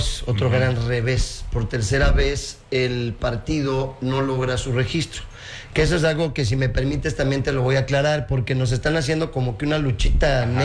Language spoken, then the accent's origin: Spanish; Mexico; somos mexicanos